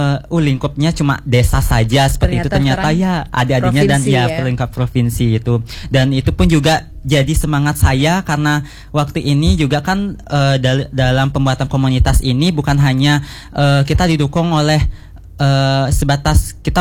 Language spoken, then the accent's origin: Indonesian; Menyali, Bali, Indonesia; tradisi atau tarian yang dari desa saya sendiri